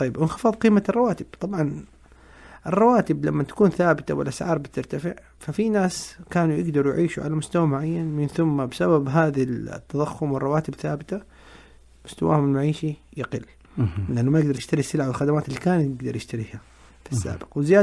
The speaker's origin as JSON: {"language": "Arabic", "country": "Saudi Arabia", "said": "عندنا في السعودية"}